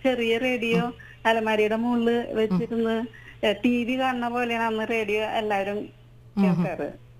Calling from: Irinjalakuda, Kerala, India; ഇരിങ്ങാലക്കുടയിൽ.

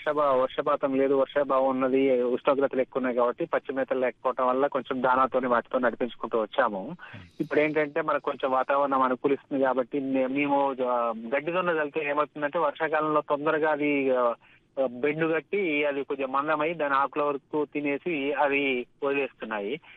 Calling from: Sirikonda, Telangana, India; మాది సూర్యాపేట జిల్లా మోతే మండలం సిరికొండ గ్రామం నుంచి

